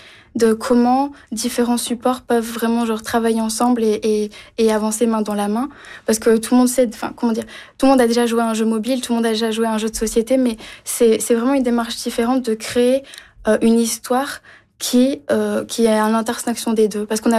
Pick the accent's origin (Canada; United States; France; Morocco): France; Toulouse, Occitanie; J'ai grandi à Toulouse, du coup, au sud de la France.